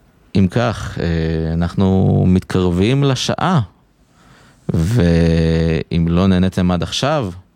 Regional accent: Galilee, Israel; לנו, לתושבי הגליל

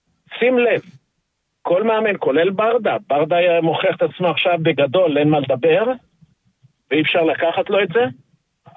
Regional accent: Tel Aviv, Tel Aviv District, Israel; born there; also born or lived in Austria; אני נולדתי באוסטריה על מגרש כדורגל כשאבא שלי שיחק במגרש, וכל החיים הייתי בבאסה, שזה בלומפילד, לפני זה היה באסה

